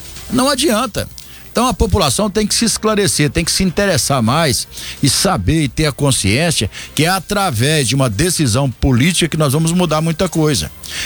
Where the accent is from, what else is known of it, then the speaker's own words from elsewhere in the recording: Brazil; Dói em mim também como brasileiro.